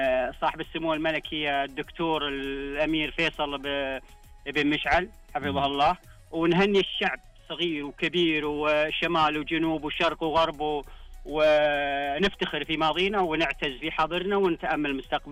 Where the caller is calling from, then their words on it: Al-Qassim, Saudi Arabia; من القصيم.